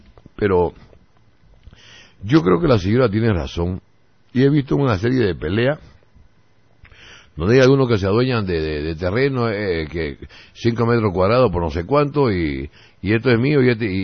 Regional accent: Santa Cruz, Bolivia; hay collas que son más camba que nosotros.

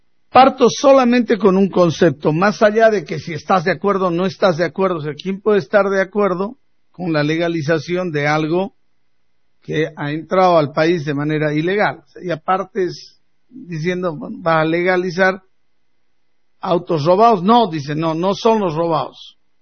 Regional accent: Bolivia; Entonces, ¿por qué nos gusta mentirnos como bolivianos?

